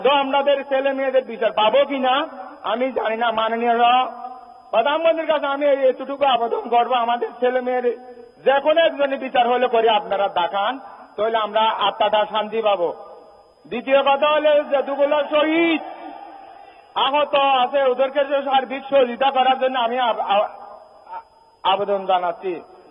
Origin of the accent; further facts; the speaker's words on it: Chakaria, Chittagong Division, Bangladesh; born there; আমার বাড়ি চট্টগ্রাম কক্সবাজার চকরিয়া পেপুয়া। বাংলাদেশের স্বরাষ্ট্রমন্ত্রী মাননীয় সালাউদ্দিন আহমদের বাড়ির পাশে, আমার বাড়ি একদম কাছাকাছি।